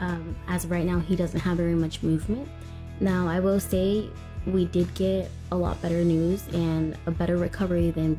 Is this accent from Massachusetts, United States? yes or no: no; Savannah, Georgia, United States; from Savannah.